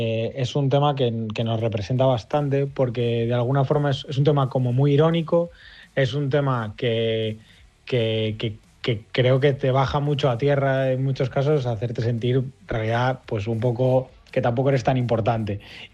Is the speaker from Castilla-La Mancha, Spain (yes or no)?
no; A Coruña, Galicia, Spain; now in Madrid, Spain; Tanto Kik como yo somos de Coruña y coincide que Micho, la bajista de … son de allí.